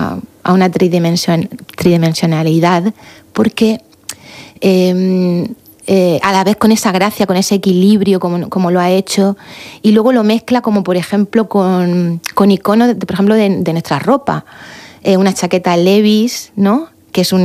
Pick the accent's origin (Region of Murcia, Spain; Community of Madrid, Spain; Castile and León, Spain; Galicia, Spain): Region of Murcia, Spain; Murcia; also born or lived in Shanghai; now in Murcia, Spain; Murcia siempre me ha acogido muy bien en mi tierra, yo soy del Palmar y pues es bonito, ¿no?, regresar a... Después han sido casi 20 años.